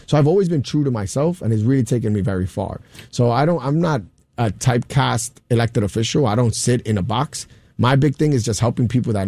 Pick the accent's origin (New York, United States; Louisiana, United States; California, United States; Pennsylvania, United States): New York, United States; Williamsburg; I was born and raised in Williamsburg as well. Born in Fort Greene in Cumberland Hospital, but born and raised in Williamsburg in the South Side.